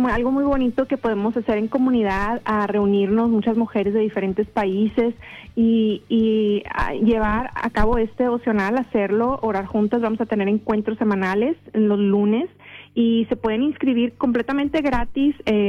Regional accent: Houston, Texas, United States; born there

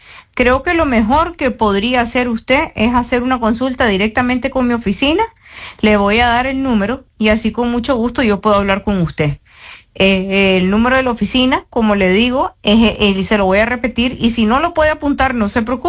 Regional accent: Chinandega, Nicaragua; moved away; Ah, yo soy chinandegano. So, para los que nos están escuchando, Chinandega, que es el pueblo mío, junto con el pueblo de él, están a 20 minutos. Somos vecinos.

